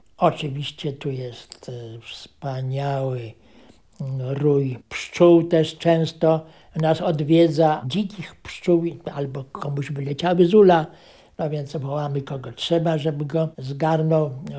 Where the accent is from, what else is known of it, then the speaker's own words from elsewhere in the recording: Lipsko, Masovian Voivodeship, Poland; born there; Oczywiście nie urodziłem się w Chwałowicach, urodziłem się pod miejscowością Lipsko nad Wisłą.